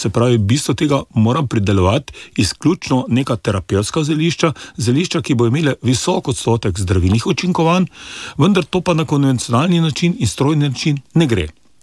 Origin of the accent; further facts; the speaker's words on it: Celje, Savinja, Slovenia; Jaz sem blokovski otrok, jaz sem doma iz Celja